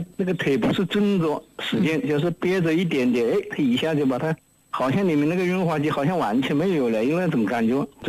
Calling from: Hanchuan, Hubei, China; 哎，我就在汉川城关的。

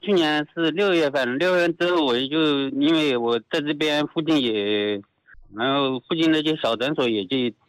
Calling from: Hangzhou, Zhejiang, China; 在杭州啊

